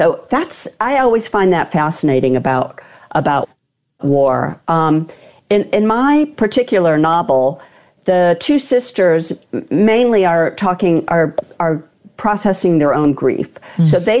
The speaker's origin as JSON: {"language": "English", "town": "Cleveland", "region": "Ohio", "country": "United States", "tie": "born or raised there", "also_born_or_lived": "Vassar, New York / Berkeley, California", "moved": "as an adult", "lives_now": "San Francisco, United States", "said": "I grew up in Cleveland, Ohio."}